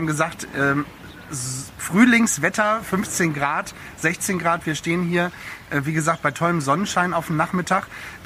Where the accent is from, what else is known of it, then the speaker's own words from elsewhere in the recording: Bremerhaven, Bremen, Germany; ich bin in Bremerhaven groß geworden